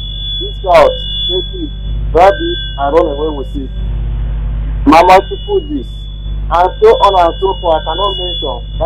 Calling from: Brazil; I'm calling from Brazil.

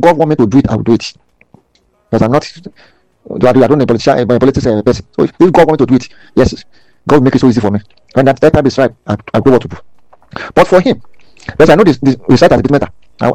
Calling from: Lagos, Nigeria; I'm from Lagos.

